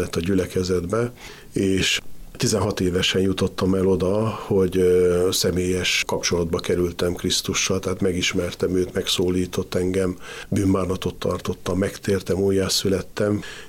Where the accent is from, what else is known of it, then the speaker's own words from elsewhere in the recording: Békés, Hungary; egy cigány telepen születtem Békésvárosban, és egészen 6 éves koromig éltünk ott.